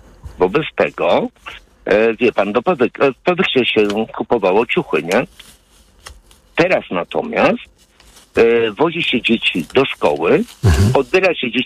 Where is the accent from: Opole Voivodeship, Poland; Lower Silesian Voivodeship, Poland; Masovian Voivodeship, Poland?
Masovian Voivodeship, Poland; Warsaw; I tak jak my, jako dzieci z blokowisk, ja jestem z Warszawy, z blokowisk, żeśmy umieli się bawić.